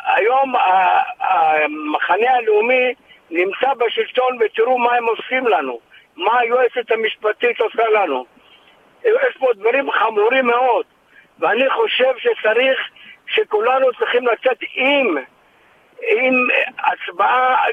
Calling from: Tel Aviv, Tel Aviv District, Israel; אנחנו תל אביבים

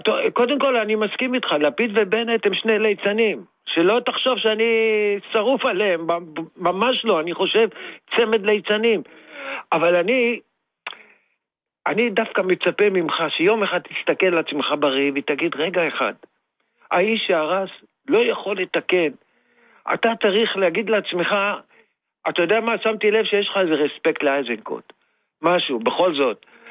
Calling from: Holon, Tel Aviv District, Israel

